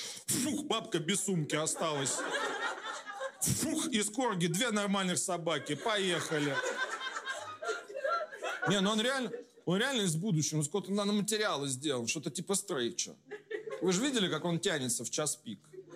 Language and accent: Russian; Kursk, Kursk Oblast, Russia; moved away; Я из Курска. Часто в него езжу.